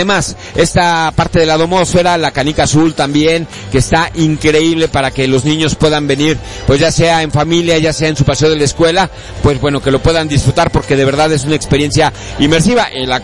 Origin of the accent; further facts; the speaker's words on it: Guadalajara, Jalisco, Mexico; Y bueno, pues, soy tapatío, porque de verdad espero con ansias las fiestas de octubre.